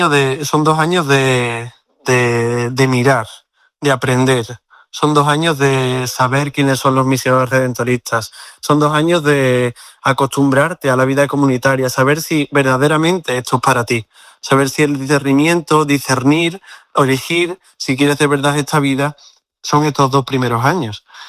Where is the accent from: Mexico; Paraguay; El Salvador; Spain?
Spain; Mérida, Extremadura; moved away as an adult; en la ciudad de Mérida, en mi ciudad natal.